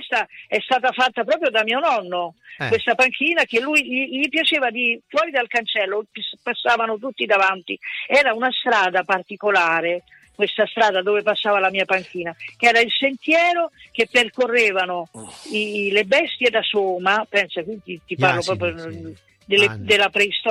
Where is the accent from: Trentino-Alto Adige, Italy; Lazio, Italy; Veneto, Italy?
Lazio, Italy; Rome; born there; Io sono romana, ma i genitori miei sono marchigiani. Quindi... di un piccolo paese in provincia di Ascoli Piceno che si chiama Cervara e adesso ormai è 4 abitanti.